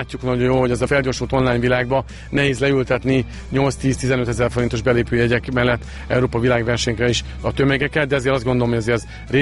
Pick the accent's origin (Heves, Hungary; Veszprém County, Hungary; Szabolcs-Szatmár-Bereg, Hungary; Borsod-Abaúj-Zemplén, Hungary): Szabolcs-Szatmár-Bereg, Hungary; Nyíregyháza; Nyíregyháziként ugye ott nem volt jelen nagyon az a sport, ezért Kecskemétre kellett mennünk a go-kart pályára.